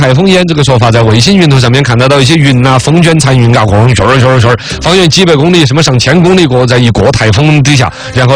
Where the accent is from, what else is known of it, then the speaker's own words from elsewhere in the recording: China; 我们中国人民了，